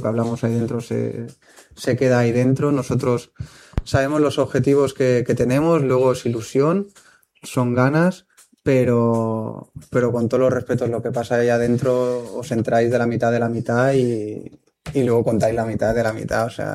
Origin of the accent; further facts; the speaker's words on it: Barcelona, Catalonia, Spain; now in Valencia, Spain; yo soy de Barcelona, que está cerquita.